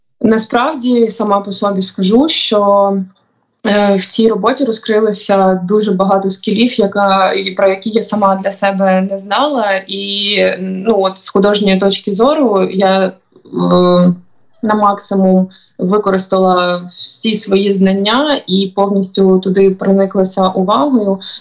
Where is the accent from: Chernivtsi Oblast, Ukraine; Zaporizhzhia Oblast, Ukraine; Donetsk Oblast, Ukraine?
Zaporizhzhia Oblast, Ukraine; Zaporizhzhia; я також з Запоріжжя